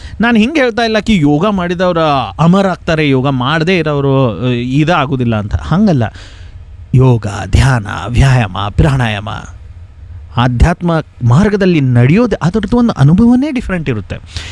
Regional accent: Belagavi, Karnataka, India

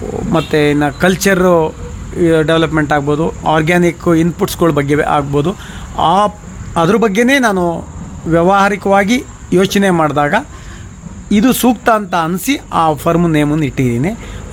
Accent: Karnataka, India; born there; also born or lived in Shivamogga; ನಾನು ಮೂಲತಃ ಕೃಷಿಕ, ದುಂಬಳ್ಳಿಯಲ್ಲೇ ಹುಟ್ಟಿದ್ದು. ಅಲ್ಲೇ ನನ್ನ 5 ಎಜುಕೇಷನ್ನು ಅಲ್ಲೇ ಆಯಿತು.

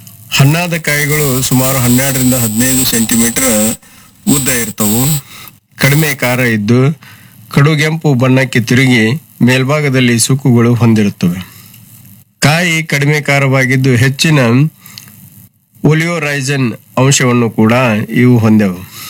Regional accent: Karnataka, India; ನಮ್ಮ ಉತ್ತರ ಕರ್ನಾಟಕದ ಧಾರವಾಡ ಗದಗ ಹಾಗೂ ಹಾವೇರಿ ಜಿಲ್ಲೆಗಳಲ್ಲಿ

